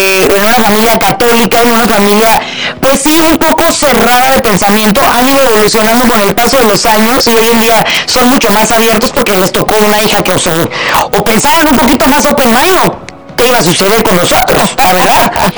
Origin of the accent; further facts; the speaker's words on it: Celaya, Guanajuato, Mexico; moved away as an adult; Yo nací en Celaya, Guanajuato. Ajá. Yo soy provinciana, orgullosa y me encanta mi ciudad. Salí de ahí a los 18 años por necesidad